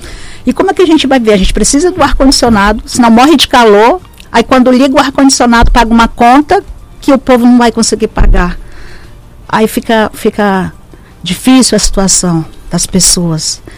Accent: Roraima, Brazil; somos nós aqui de Roraima.

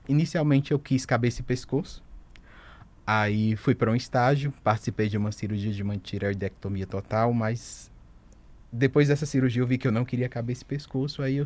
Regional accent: Rio Grande do Norte, Brazil; born there; moved away as an adult; now in Boa Vista, Brazil; Eu nasci no Rio Grande do Norte e hoje eu estou aqui em Roraima.

